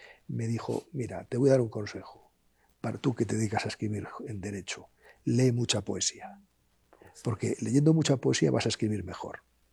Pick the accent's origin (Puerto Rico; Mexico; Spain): Spain; A Coruña, Galicia; Salvador de Madariaga, que es un coruñés de mi tierra